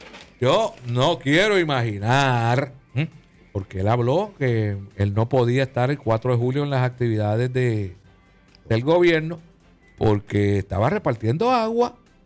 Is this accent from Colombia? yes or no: no; Puerto Rico; now in Fajardo, Puerto Rico; usted sabe cómo somos aquí los boricuas